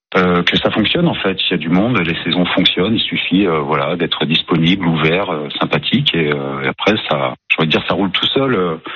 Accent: Brittany, France; now in Saint-Dalmas-le-Selvage, France; je ne suis pas natif du comté de Nice, quoi, même de la région. Moi, de base, je suis breton.

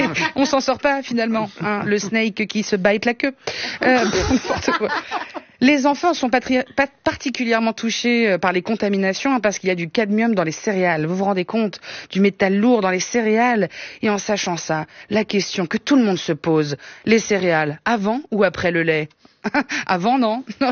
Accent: Italy; Et ça, personne n'y croit que je suis italienne là.

